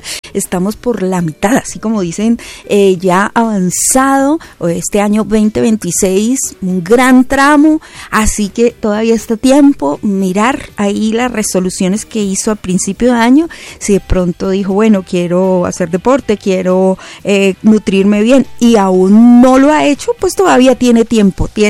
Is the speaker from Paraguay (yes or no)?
no; Fusagasugá, Cundinamarca, Colombia; born there; moved away; desde la bella ciudad jardín, Fusagasugá, mi tierra natal, mi tierra bella